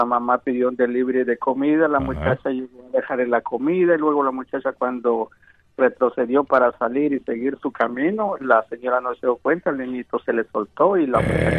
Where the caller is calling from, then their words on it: Chelsea, Massachusetts, United States; Yo vivo en La Grove